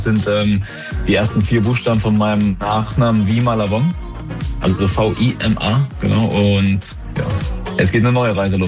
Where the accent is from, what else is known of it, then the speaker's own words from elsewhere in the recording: Kühlstedt, Thuringia, Germany; Ich bin aufgewachsen in Kühlstedt, das ist so ein kleines Dorf im Eichsfeld.